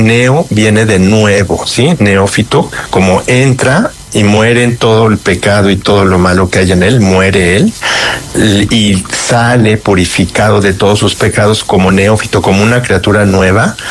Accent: Mexico; yo soy mexicano

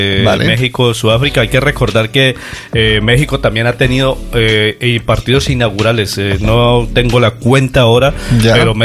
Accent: Colombia; yo soy colombiano

